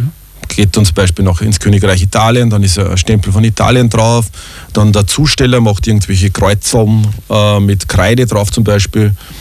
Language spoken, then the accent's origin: German; Siegharting, Upper Austria, Austria; es ist ein Brief mit einem Poststempel aus Siegharting, das ist meine Heimatgemeinde aus dem Innviertel.